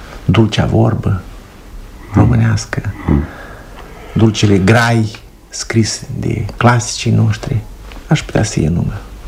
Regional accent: Moldova; copil fiind, mă așezeam undeva în vie, în grădină sau într-un pom și priveam depărtarea, depărtările în amurg. În față aveam limanul râului Botna

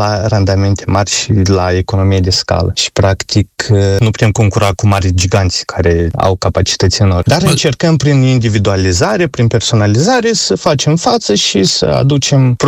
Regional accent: Moldova

